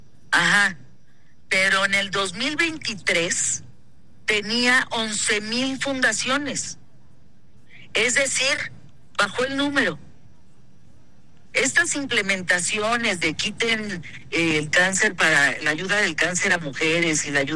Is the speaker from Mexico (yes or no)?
yes; Mexico; no tenemos la confianza como mexicanos